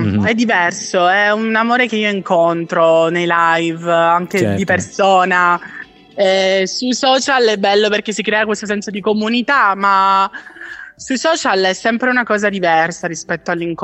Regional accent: Catania, Sicily, Italy; Io provengo da Catania ed è una città molto, molto viva, ma è viva, è un vivere diverso rispetto a Milano.

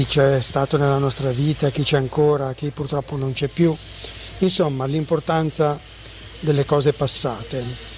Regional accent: Milan, Lombardy, Italy; siamo di Milano.

